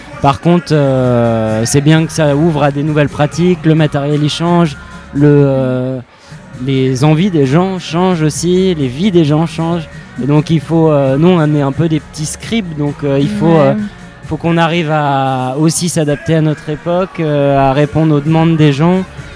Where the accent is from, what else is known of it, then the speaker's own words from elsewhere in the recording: Nantes, Pays de la Loire, France; Je viens de Nantes, du coup, enfin, je suis sur Nantes là actuellement et depuis une quinzaine d'années maintenant.